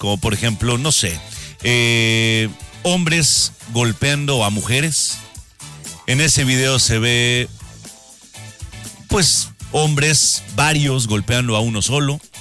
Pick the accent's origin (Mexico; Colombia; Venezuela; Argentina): Mexico; vamos a enfocarnos en nuestro país